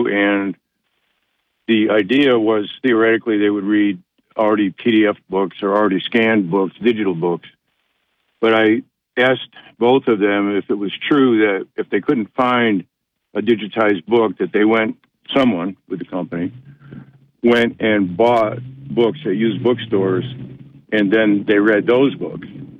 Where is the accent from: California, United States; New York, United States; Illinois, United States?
New York, United States; Binghamton; moved away; I grew up in Binghamton, but I've been out of town most of my life. I'm just sort of back here, partial retirement.